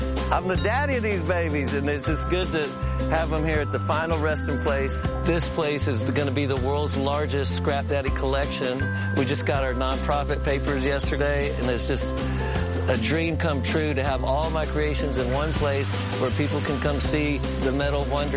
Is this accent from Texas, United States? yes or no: yes; Houston, Texas, United States; I just feel so grateful growing up in Houston. I can't imagine growing up somewhere else.